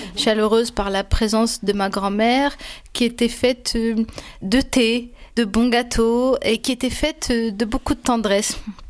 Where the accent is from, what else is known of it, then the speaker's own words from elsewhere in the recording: Oujda, Oriental, Morocco; born there; moved away; Je suis née au Maroc, dans une ville frontalière de l'Algérie qui s'appelle Oujda. J'ai grandi auprès de ma maman et on vivait dans la maison familiale avec 14 membres.